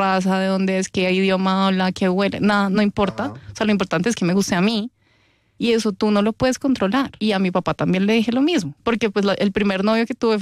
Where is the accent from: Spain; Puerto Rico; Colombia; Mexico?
Colombia; entonces nosotras crecimos en Colombia